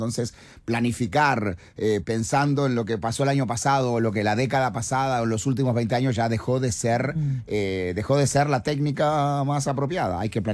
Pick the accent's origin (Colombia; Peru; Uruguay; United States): Uruguay; now in Santiago, Chile; Yo soy uruguayo, ustedes lo saben